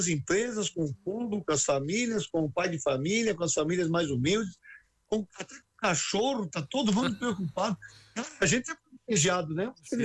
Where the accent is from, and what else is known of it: Brazil